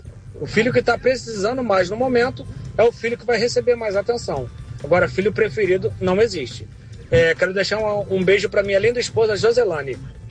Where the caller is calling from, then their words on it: Rio de Janeiro, Brazil; sou de Paciência da Igreja Batista do Jardim, 7 de abril.